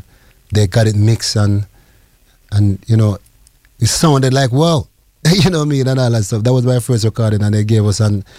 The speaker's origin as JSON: {"language": "English", "country": "Jamaica", "lives_now": "United States", "said": "Because when I came from Jamaica, I left and went straight into the ghetto."}